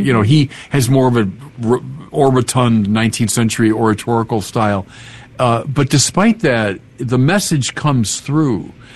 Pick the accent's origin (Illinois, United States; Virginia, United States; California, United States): Illinois, United States; we're both from Illinois